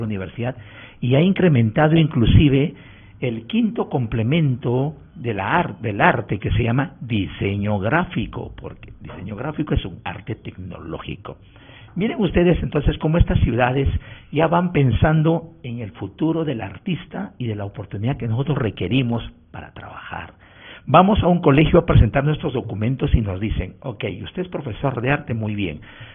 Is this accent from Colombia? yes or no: no; Huánuco, Peru; moved away; also born or lived in Lima / Trujillo / Chiclayo / Piura; yo he salido de mi tierra casi 14 años, estuve ausente entre Lima, Trujillo, Chiclayo y Piura, y de ahí he traído yo ciertas experiencias. Y estas experiencias he querido y quiero ponerlos de pronto en vigencia en mi ciudad, en Huánuco